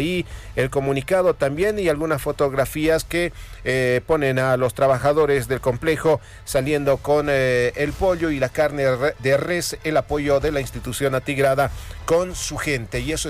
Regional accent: Bolivia; somos bolivianos, no somos de otro país, somos bolivianos

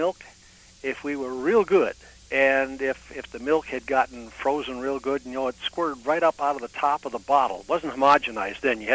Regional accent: Cleveland, Ohio, United States; moved away; growing up in Cleveland, Ohio, and there wasn't much that was fun up there

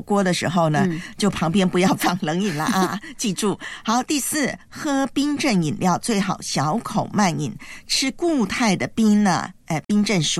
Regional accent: Taiwan; moved away; 因为如果在我的老家台湾

